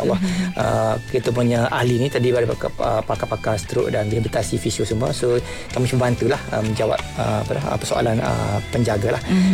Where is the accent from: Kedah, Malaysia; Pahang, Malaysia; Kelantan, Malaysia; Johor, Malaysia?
Kelantan, Malaysia; Kota Bharu; Saya daripada Kota Baru, asal Kota Baru. So sekarang ni saya bertugas di Kelantan Pasir Mas.